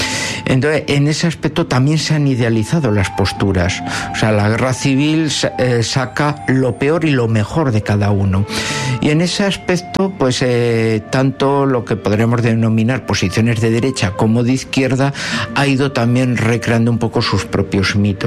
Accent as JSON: {"language": "Spanish", "country": "Spain", "said": "pero en mi país, por ejemplo, una ley de memoria no era necesaria porque se había desarrollado todo toda una batería de leyes y decretos durante la transición"}